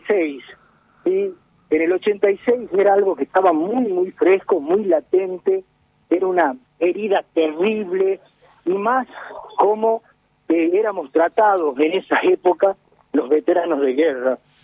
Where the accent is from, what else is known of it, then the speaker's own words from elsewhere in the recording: Argentina; más como somos los argentinos, que somos apasionados, nos ponemos la celeste y blanca.